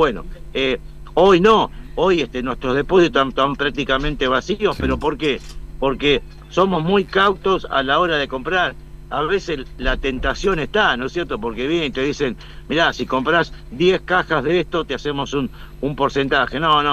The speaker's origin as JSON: {"language": "Spanish", "country": "Argentina", "said": "soy argentino"}